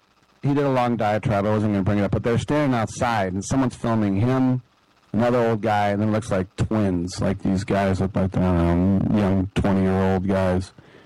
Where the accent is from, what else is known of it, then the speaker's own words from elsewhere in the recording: California, United States; Or in other words, just, as a Californian, what do you want, the ball?